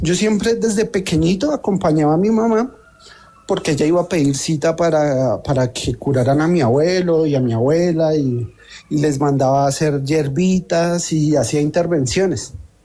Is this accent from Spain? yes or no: no; Bogotá, Colombia; Yo soy de Bogotá.